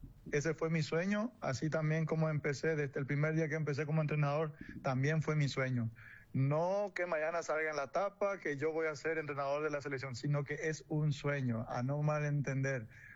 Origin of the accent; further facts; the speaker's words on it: Paraguay; moved away; Feliz, feliz de volver otra vez a Paraguay. Feliz de volver a estar en mi país